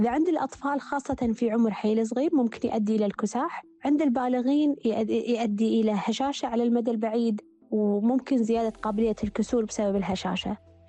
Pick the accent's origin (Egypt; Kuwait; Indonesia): Kuwait; مثل ما إحنا عندنا بالكويت